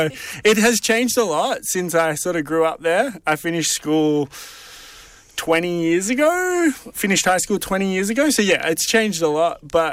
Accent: Sydney, New South Wales, Australia; born there; also born or lived in Mullumbimby, New South Wales; Yeah, so I grew up in the eastern suburbs of Sydney with two single parents, I guess. Grew up in a place called Coogee, which is kind of a fancy area these days, but it was pretty, I don't know, I suppose lower middle class.

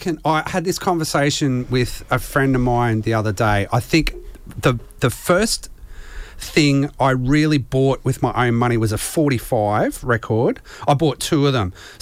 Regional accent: Ipswich, Queensland, Australia; So I grew up in Ipswich.

